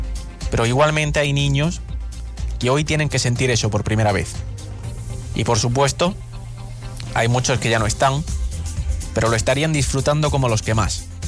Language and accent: Spanish; Spain; somos españoles